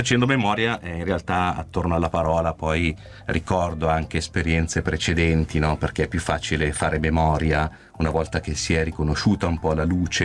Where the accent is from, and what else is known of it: Abbadia Lariana, Lombardy, Italy; born or raised there